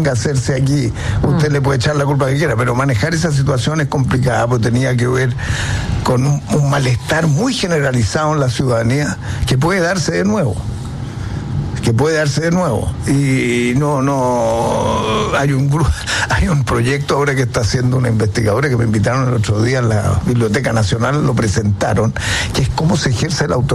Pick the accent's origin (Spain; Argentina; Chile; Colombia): Chile; si no pensamos largo como chilenos, izquierdas y derechas, en cosas clave para el futuro.